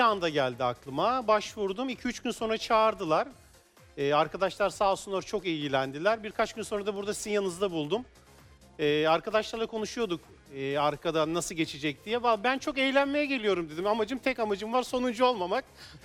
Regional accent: Istanbul, Turkey; born there; 1975 İstanbul doğumluyum.

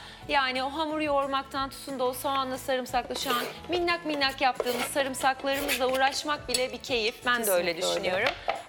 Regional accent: Aydın, Turkey; Benim memleketimin narları da verir o ekşi tadı. Ne? Aydın'da.

